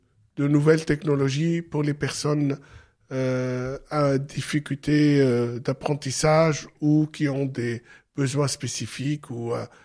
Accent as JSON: {"language": "French", "town": "Beirut", "region": "Beirut Governorate", "country": "Lebanon", "tie": "born or raised there", "moved": "as an adult", "lives_now": "Paris, France", "said": "J'ai grandi après à Beyrouth, où j'ai commencé mes études de médecine, et j'ai été obligé de quitter le Liban suite à un attentat qui m'a coûté la vue, et je suis arrivé à Paris en 1986"}